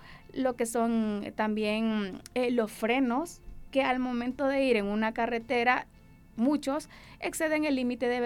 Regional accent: Honduras; como ciudadanos, como hondureños

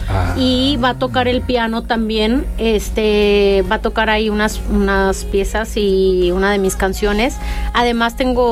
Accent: northern Mexico, Mexico; Y como buena norteña

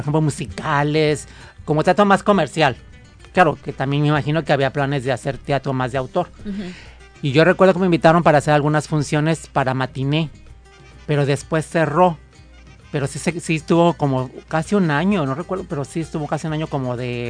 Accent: Acapulco, Guerrero, Mexico; yo crecí en el Zócalo

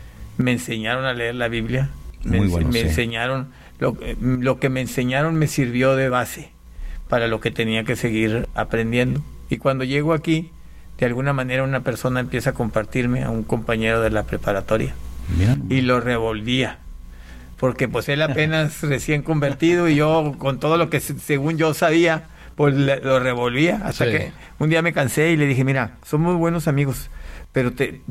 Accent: Panama; born there; Bueno, yo nací en Panamá, soy panameño de nacimiento, mexicano de nacionalidad, ya que mi papá es panameño y mi mamá es mexicana, entonces por derecho constitucional soy mexicano.

